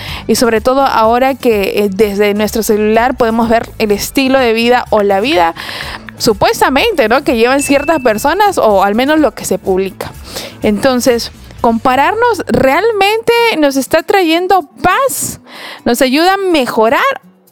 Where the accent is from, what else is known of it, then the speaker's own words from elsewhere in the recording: Peru; Somos peruanos